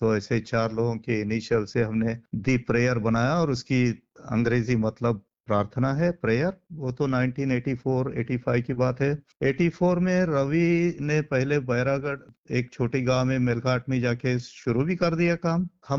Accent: Ballarpur, Maharashtra, India; moved away as an adult; also born or lived in Nagpur, India; now in Australia; मैं एक छोटे गांव में पला बड़ा हूँ, बल्लारशाह नाम का।

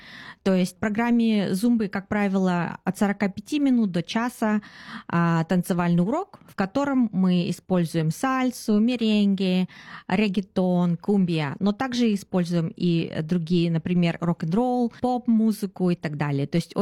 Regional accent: Russia; moved away as an adult; now in New Zealand; Потом я переехала из России в Новую Зеландию в 2006 году, занималась работой, карьерой, семьей, у меня родился сын

